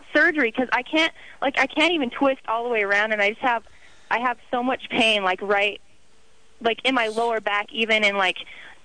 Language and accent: English; Arizona, United States; Okay, I'm from Arizona, and we don't have like a lot of trees out there. We have flat land and cacti and stuff.